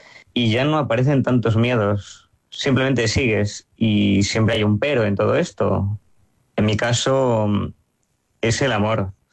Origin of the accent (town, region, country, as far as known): Balearic Islands, Spain